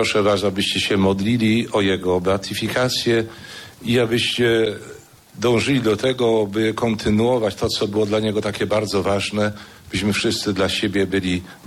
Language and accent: Polish; Tarnów, Lesser Poland, Poland; kobieta, która wywodziła się z rodziny, która założyła moje rodzinne miasto Tarnów